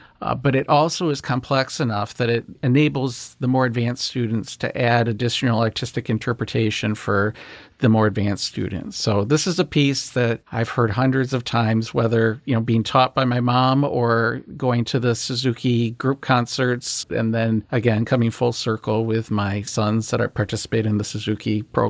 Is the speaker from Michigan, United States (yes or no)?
yes; Okemos, Michigan, United States; I grew up in the Okemos area, went away to school at that other school at U of M for undergrad and law school, and now I am an attorney in the Lansing area